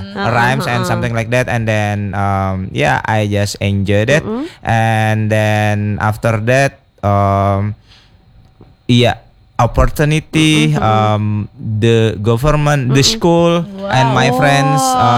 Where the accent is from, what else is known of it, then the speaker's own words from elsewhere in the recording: Banjarmasin, South Kalimantan, Indonesia; I'm from Banjarmasin and I am part of Bestie.